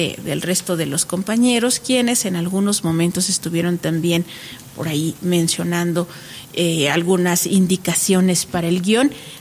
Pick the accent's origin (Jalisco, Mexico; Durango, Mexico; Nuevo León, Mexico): Durango, Mexico; siempre que nos preguntan, ¿de dónde eres? A veces mencionamos, de la tierra de los alacranes, ¿no?